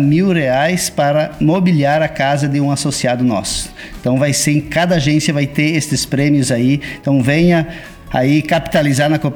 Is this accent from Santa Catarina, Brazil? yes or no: yes; Iraceminha, Santa Catarina, Brazil; Iraceminha, minha terra natal